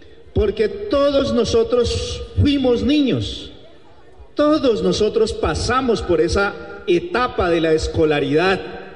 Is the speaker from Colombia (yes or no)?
yes; La Esmeralda, Colombia; Yo soy oriundo de La Esmeralda